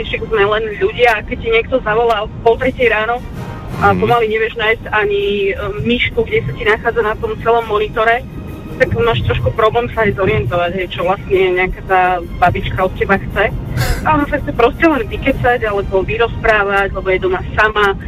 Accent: eastern Slovakia, Slovakia; Východná Slovenska.

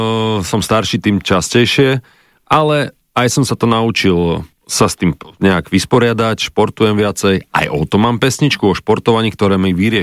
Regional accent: Zlaté Moravce, Nitra Region, Slovakia; born there; moved away; keď som žil v Zlatých Moravciach

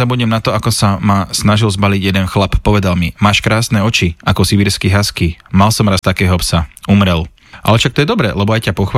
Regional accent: eastern Slovakia, Slovakia; U nás na východe na dedinskej zabave pozvanie zatancovací slaďák.

